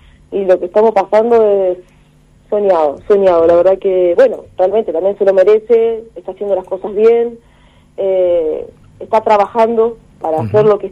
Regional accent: Santa Fe, Argentina; Primero que somos de Santa Fe, …, sí, de Santa Fe

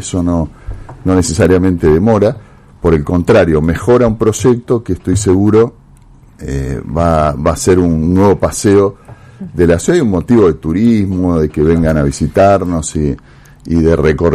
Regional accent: Santa Fe, Argentina; como santafesino nacido y criado en esta ciudad

